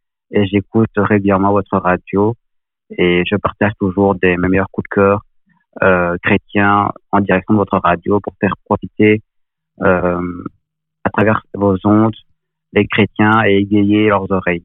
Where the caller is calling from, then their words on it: Nivelles, Wallonia, Belgium; je viens de Belgique, près de Bruxelles, exactement à Nivelles.